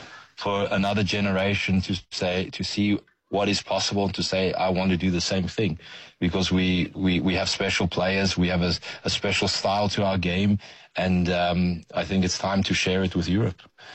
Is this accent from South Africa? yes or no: yes; South Africa; moved away as an adult; I grew up in South Africa.